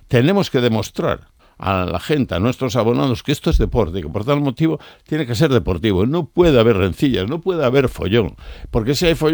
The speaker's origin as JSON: {"language": "Spanish", "region": "Galicia", "country": "Spain", "said": "Somos gallegos, todos somos gallegos."}